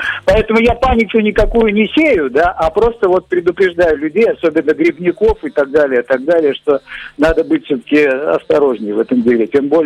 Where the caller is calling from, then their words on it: Latvia; я живу в Рижском районе, вот в самом треугольнике между Сауриши, УПСВС, Цекуле, значит, практически в лесу.